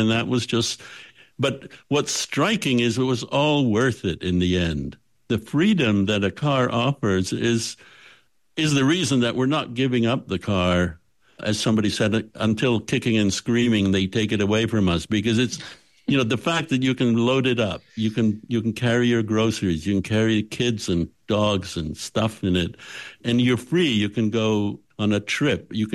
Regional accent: Canada; I grew up in Canada, which is very cold, which creates all sorts of special problems for cars.

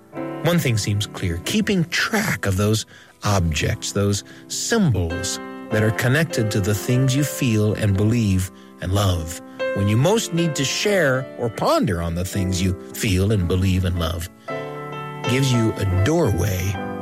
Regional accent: Utah, United States; Well, my hometown is in Utah, in the United States of America.

